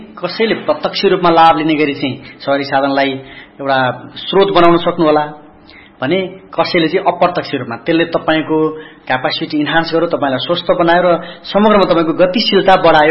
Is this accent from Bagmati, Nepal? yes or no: no; Khotang, Koshi Province, Nepal; मेरो घर खोटाङ हो, म यहाँबाट करिब 200-300 किलोमिटर, यदि मसँग मेट्रो रेल हुन्थ्यो भने त म त 1 घण्टा पुग्ने रहेछु नि त, म बसाइ सराई गर्नुपर्ने थिएन।